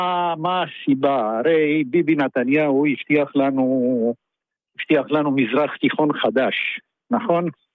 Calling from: Rosh HaAyin, Central District, Israel; איך אומרים אצלנו בראש העין

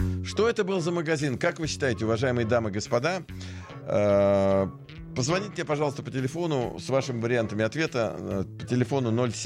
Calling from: Israel; Всем рахмат, я капер из Израиля.

